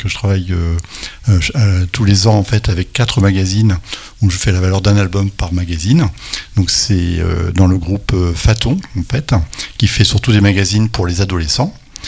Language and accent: French; Normandy, France; parce que je suis normand